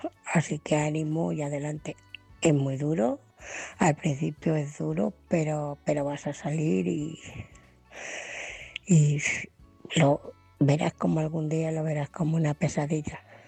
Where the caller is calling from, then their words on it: Ciudad Real, Castilla-La Mancha, Spain; de Ciudad Real.